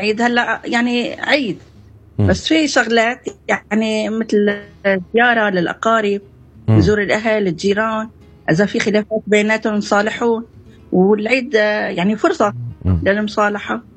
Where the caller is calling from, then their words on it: Al-Qusayr, Homs Governorate, Syria; أنا من حمص من القصير.